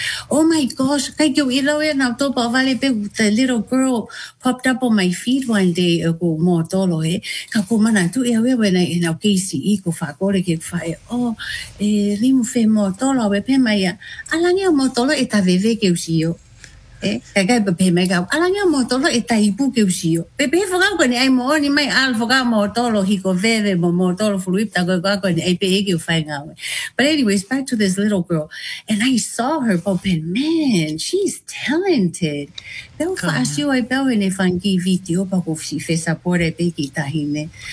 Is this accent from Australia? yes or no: no; Tonga; I always love to share with my soldiers like oh I'm from Tonga